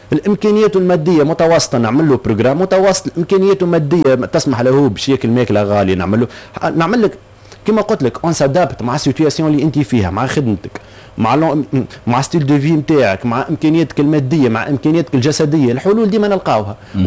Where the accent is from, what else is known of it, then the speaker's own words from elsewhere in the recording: Tunisia; احنا المواطن التونسي